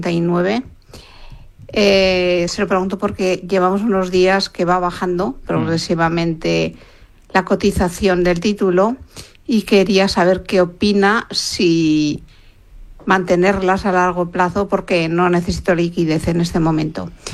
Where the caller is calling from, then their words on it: Zaragoza, Aragon, Spain; llamo desde Zaragoza